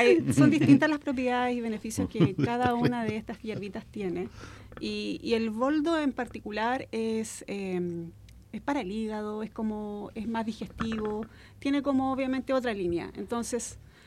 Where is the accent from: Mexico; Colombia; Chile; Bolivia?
Chile; born there; Yo nací y fui criada en el campo.